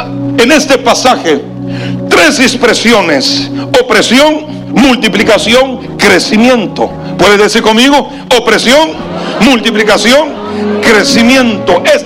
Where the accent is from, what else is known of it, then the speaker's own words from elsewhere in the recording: Brazil; Yo, como buen brasileño, levanto mi mano y llamo a la azafata.